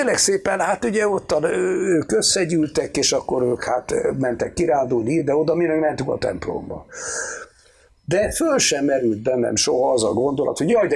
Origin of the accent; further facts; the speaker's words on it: Budapest, Hungary; born there; Én Budapesten születtem egyébként, és hát tulajdonképpen ez egy polgári család volt